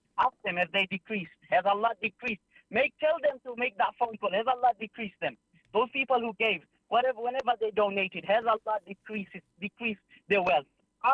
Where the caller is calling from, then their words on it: Peterborough, East of England, United Kingdom; I'm from Peterborough.